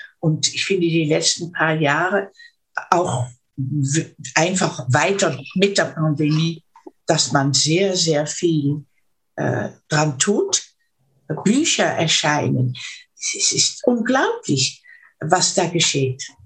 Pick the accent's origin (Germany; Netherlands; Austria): Netherlands; German is a second language; ich bin ja Niederländerin, ne? Ab und zu ist es nicht so einfach, um mich auf Deutsch richtig auszudrücken